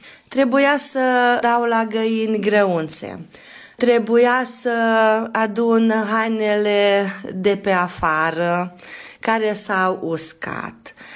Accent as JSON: {"language": "Romanian", "town": "Micherechi", "region": "Hajdú-Bihar", "country": "Hungary", "tie": "born or raised there", "said": "Copilăria mea mi-am petrecut-o în satul meu natal, la Michereg, și acolo trăiesc și în zilele de azi. Am copilărit ca toți copiii care stau și care au locuit într-un sat mic, drăguț, ne cunoșteam unul pe altul"}